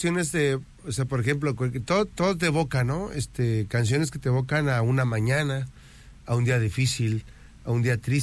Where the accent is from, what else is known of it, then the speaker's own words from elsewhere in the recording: Mexico; cuando estamos en el extranjero, pues te sale lo mexicano